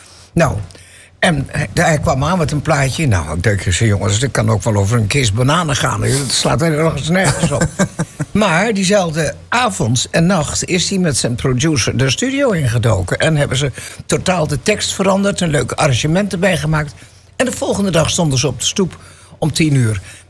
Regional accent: Hilversum, North Holland, Netherlands; Nee joh, ik kom uit Hilversum. Ja. Uit een laan waar iedereen bij de omroep werkte.

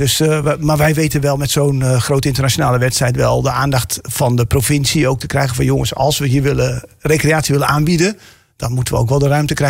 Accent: Netherlands; Watersport is natuurlijk, dat zit in onze DNA als Nederlanders.

